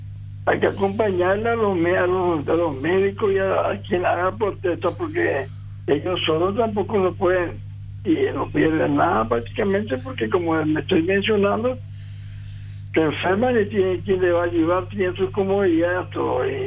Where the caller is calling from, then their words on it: Asunción, Paraguay; Yo soy de Sajonia.